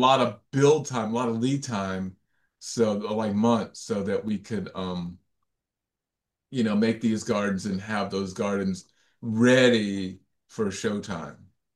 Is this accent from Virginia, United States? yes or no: yes; Virginia Beach, Virginia, United States; I'm from Virginia Beach.